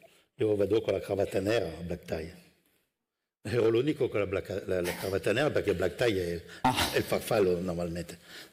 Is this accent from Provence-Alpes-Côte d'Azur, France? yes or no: no; Grand Est, France; Italian is a second language; Sono della Lorraine